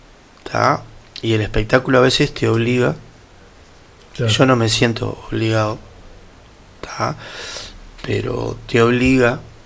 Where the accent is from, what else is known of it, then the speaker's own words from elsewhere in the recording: Montevideo, Uruguay; yo soy montevideano